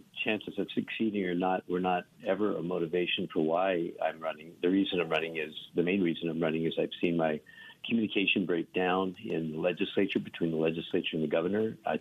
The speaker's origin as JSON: {"language": "English", "region": "Alaska", "country": "United States", "tie": "born or raised there", "also_born_or_lived": "Anchorage", "said": "I was born in Anchorage and was raised mostly in South Central, but I've also lived in Southeast Alaska and spent a lot of time in interior Alaska."}